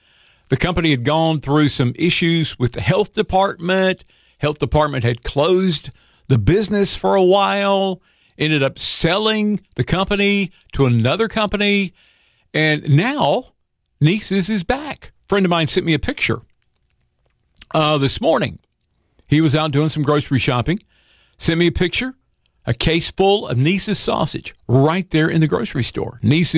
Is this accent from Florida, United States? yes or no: no; Greensboro, North Carolina, United States; moved away as an adult; Our family grew up in Central North Carolina, around the Greensboro area. That's where I met my wife. We lived there for several years before relocating to this area about 27 years ago.